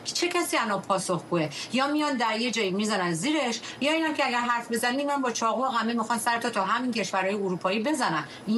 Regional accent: Iran; moved away; ما در یک کشوری بزرگ شدیم که بچگی به ما گفتن احترام بذار

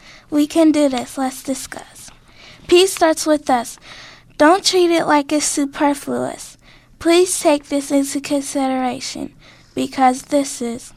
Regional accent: Pennsylvania, United States; now in Wilkinsburg, United States; I'm from the South Side, but currently I live in Wilkinsburg.

